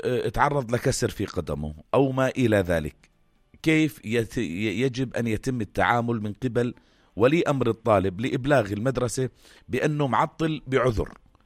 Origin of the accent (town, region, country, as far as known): Jordan